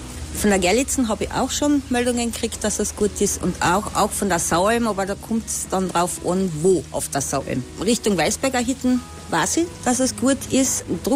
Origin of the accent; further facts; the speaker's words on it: Carinthia, Austria; Bei uns in Kärnten heißen sie dann Nagerlern.